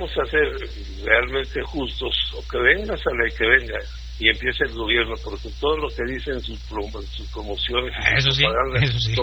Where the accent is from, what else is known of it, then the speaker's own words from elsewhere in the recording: Santa Bárbara, Chihuahua, Mexico; born there; moved away; also born or lived in Comarca Lagunera; Debo recordar que no es mi tierra, la Comarca Lagunera. Viví mucho tiempo allá. Mi cuna es Santa Bárbara, Chihuahua.